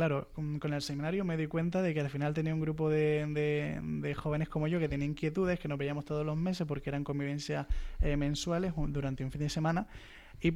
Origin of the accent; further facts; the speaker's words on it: Equatorial Guinea; Yo, pues, vengo de Guinea Ecuatorial, nací allí, mi madre es nativa de allí, de Bata, y mi padre es canario